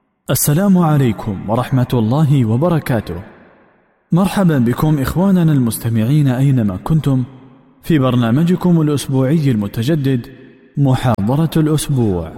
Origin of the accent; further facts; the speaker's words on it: Libya